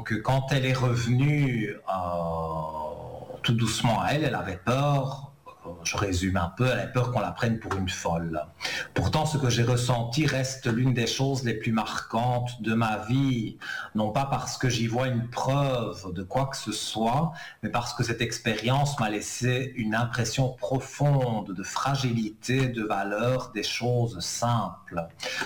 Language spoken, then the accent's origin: French; Italy; Ah oui, je suis pur italien aussi.